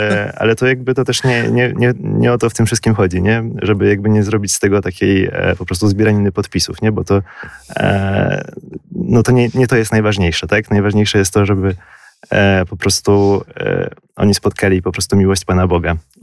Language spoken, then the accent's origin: Polish; Lower Silesian Voivodeship, Poland; moved away as an adult; now in Warsaw, Poland; ja w ogóle jestem z Dolnego Śląska